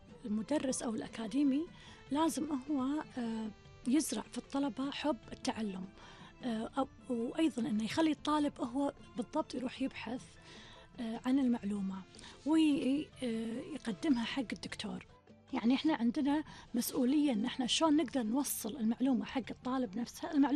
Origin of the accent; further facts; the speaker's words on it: Kuwait; عندنا بالكويت